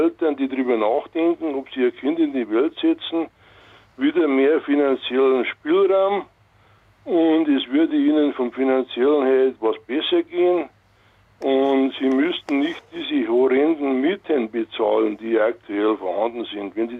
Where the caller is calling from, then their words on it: Hebertshausen, Bavaria, Germany; ich bin aus Hebertshausen bei Dachau.